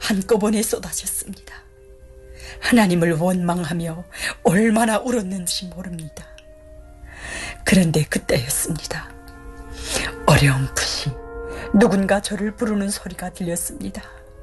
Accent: Kyongwon, North Hamgyong, North Korea; now in South Korea; 저는 북한 함경북도 경원군에서 태어나 어린 나이에 어머니와 두 언니를 잃고 가족의 생계를 책임져야 했습니다.

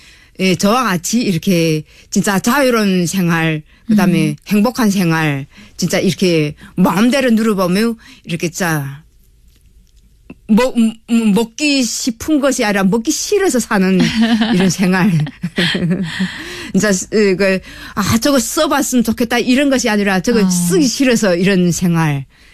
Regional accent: North Korea; moved away as an adult; now in South Korea; 저희 고향 우리 고향에 있는 자식들 그다음에 형제들, 우리 고향의 친구들, 친척들, 우리 고향 사람들에게 하고 싶은 이야기는 지금은 조금 힘들지만

